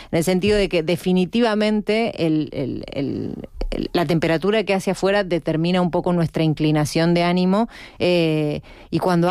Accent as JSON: {"language": "Spanish", "town": "Madrid", "region": "Community of Madrid", "country": "Spain", "said": "somos tan madrileñas como el resto de las madrileñas, y en Madrid también se habla como hablamos nosotras, ¿no?"}